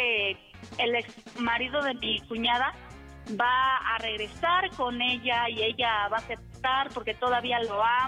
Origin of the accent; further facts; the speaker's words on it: Mexico City, Mexico; born there; moved away as an adult; now in Valtierrilla, Mexico; Yo nací en la Ciudad de México